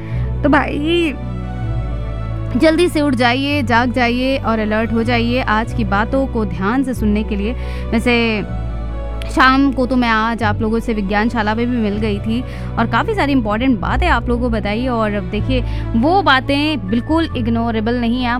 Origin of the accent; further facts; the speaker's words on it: Uttar Pradesh, India; हम लोग के यहाँ भी यूपी में क्या होता है, जब कोई नई फसल करती है तो नया होता है